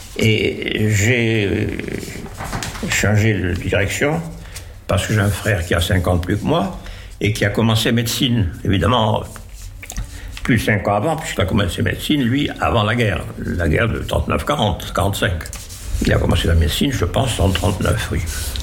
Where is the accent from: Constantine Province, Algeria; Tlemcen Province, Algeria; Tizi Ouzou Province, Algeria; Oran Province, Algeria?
Tlemcen Province, Algeria; Tlemcen; moved away as an adult; also born or lived in Algiers, Algeria / Montpellier, France; now in France; Je suis né en Algérie, en 27. 19 ans, bien sûr. J'ai 98 ans. Je suis en Algérie. J'ai fait une partie de mes études primaires et secondaires en Algérie, une ville qui s'appelle Tlemcen.